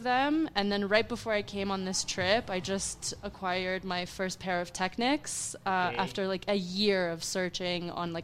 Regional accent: Toronto, Ontario, Canada; growing up in Toronto, you know, I was born and raised in Canada

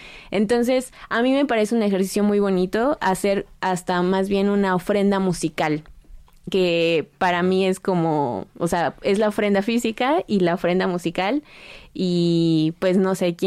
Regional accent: Nicolás Romero, State of Mexico, Mexico; que él vivía antes en Atizapán, que es muy cerca de donde yo soy, de Nicolás Romero

